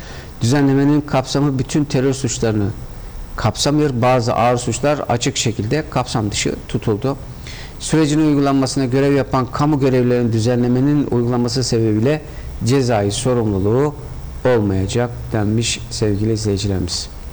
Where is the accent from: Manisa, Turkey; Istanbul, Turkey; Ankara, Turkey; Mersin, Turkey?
Manisa, Turkey; mesela benim şehrimde Manisa'da ağırlıklı görüş hayır vermelisiniz oldu.